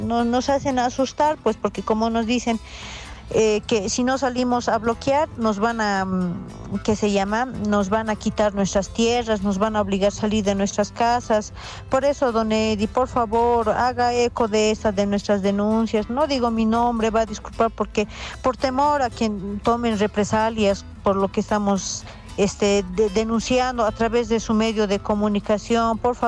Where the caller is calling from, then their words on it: Punata, Cochabamba, Bolivia; Yo le escribo desde Valle Alto, Cochabambino. Yo vivo en Punata.